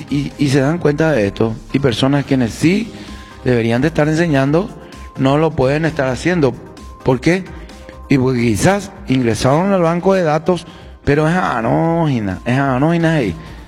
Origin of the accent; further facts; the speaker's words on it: Paraguay; sí somos paraguayos.